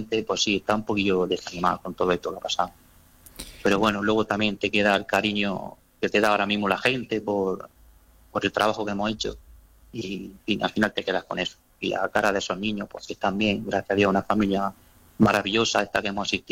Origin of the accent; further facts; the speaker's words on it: Úbeda, Andalusia, Spain; moved away as an adult; now in Huércal-Overa, Spain; Yo soy de Úbeda, me he criado en Úbeda, me fui de Úbeda a los 20 años, y bueno, he tenido varios destinos, pero mi destino principal ha sido aquí en Huerta Rovira, Almería, que son ya 16 años. Y soy ubetense, porque mi casa la sigo teniendo en Úbeda